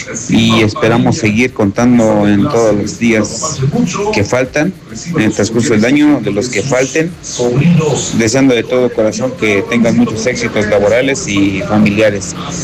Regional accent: Mexico; Así es que apoyar a nuestro equipo, a nuestra nacionalidad, que somos mexicanos.

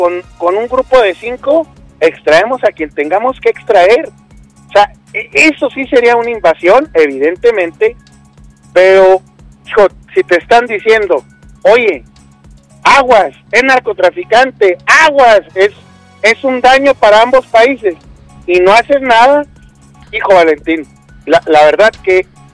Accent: Chihuahua, Mexico

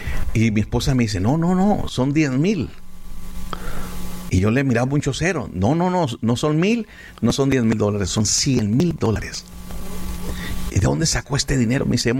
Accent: San Luis Potosí, Mexico; Dios nos habló a mi esposa y a mí que tenemos que abrir una iglesia en mi pueblito o campus San Luis Potosí.

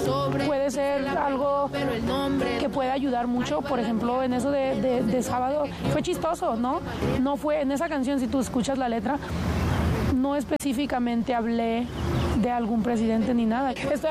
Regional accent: Mexico; Para mí fue una cosa muy normal decir que soy mexicana

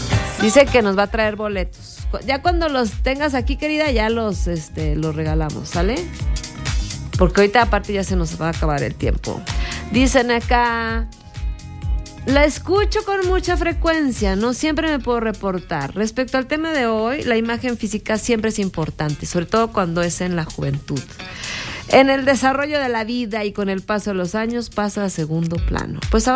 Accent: Comarca Lagunera, Mexico; porque soy de la Laguna, porque amo traer esa playera verde con blanco que me identifica, que es parte de mi historia, es parte de mí

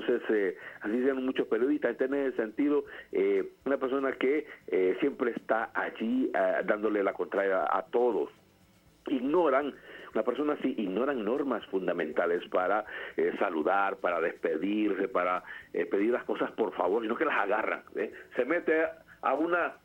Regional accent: Guarizama, Olancho, Honduras; Yo soy de Guarizama, entonces yo allá los de Guarizama somos así, pues no precisamente, ¿verdad?

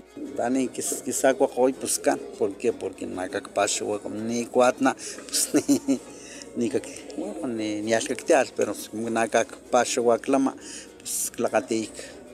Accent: San Martín, Mexico; Entonces, soy de San Martín, yo acompaño aquí los danzantes aquí de Ignacio Allende, danzantes de Tuxtla y de San Martín.

